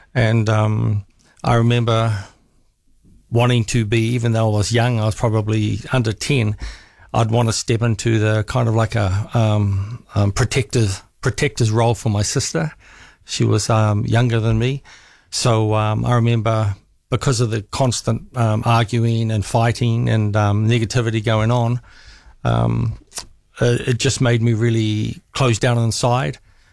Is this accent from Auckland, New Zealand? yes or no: yes; Auckland, New Zealand; also born or lived in United Kingdom; when I was growing up in East Auckland, a lot of state housing in the area.